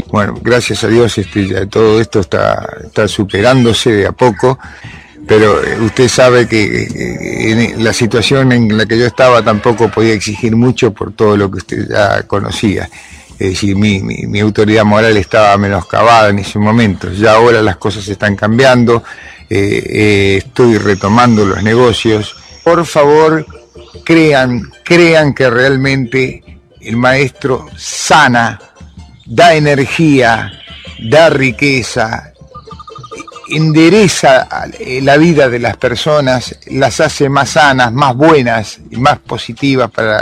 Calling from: Corrientes, Argentina; Yo vengo de Corrientes, capital.

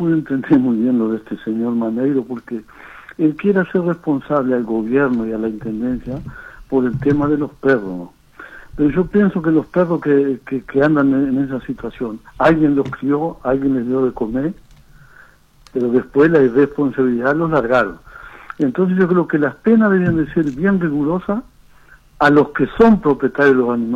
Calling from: Rivera, Uruguay; En Rincón de Tranqueras.

